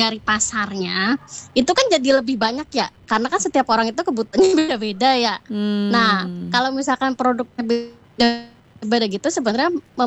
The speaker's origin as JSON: {"language": "Indonesian", "region": "Jakarta", "country": "Indonesia", "said": "Aku Jakarta."}